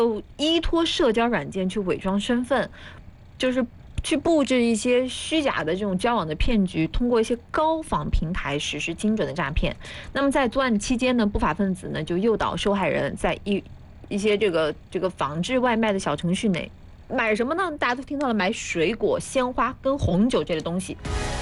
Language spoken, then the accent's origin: Chinese; Huaibei, Anhui, China; 因为是来自于我的家乡淮北，